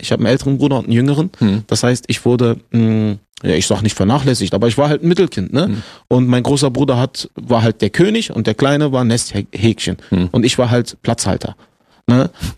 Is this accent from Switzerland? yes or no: no; Germany; Deswegen haben wir zu Hause halt immer Türkisch gesprochen und draußen halt immer Deutsch.